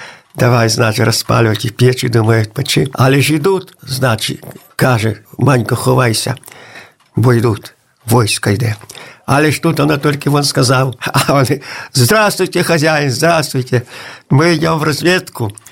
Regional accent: Zubowo, Podlaskie Voivodeship, Poland; І з Масєва були тут така, я була з Зубова, от Бориска, замужем є в Масєві.

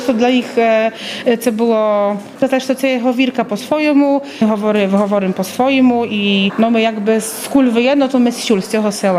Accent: Tyluszki, Podlaskie Voivodeship, Poland; Ну, я сама з Тилушок, в село Тилушки.

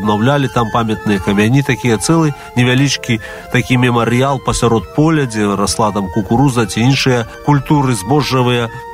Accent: Shchuchyn District, Grodno Region, Belarus; Я паходжу са Шужынскага раёну і хачу сказаць, што ў дзяцінстве часта бываў у мясцовасці Жалудок

